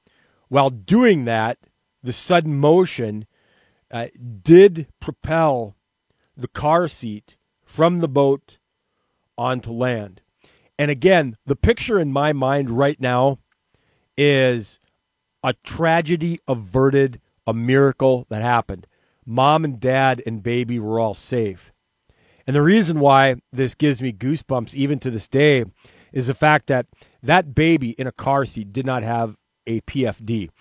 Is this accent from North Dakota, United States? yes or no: yes; Williston, North Dakota, United States; I am a North Dakota native. I began my career, well, across the state. So I was born in Williston. I lived in Lemoore. I went to high school in Valley City.